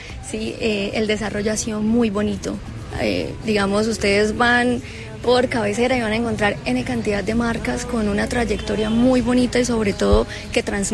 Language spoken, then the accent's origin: Spanish; Bucaramanga, Santander, Colombia; el sello principal es que somos de acá de Bucaramanga, de Santander, que todas las personas hacen parte de acá